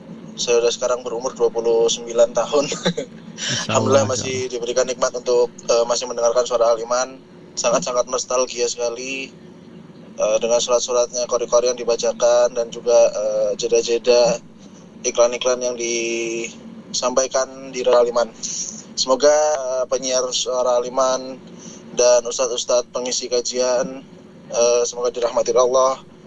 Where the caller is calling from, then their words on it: Surabaya, East Java, Indonesia; Saya dari Duku Kupang, Surabaya.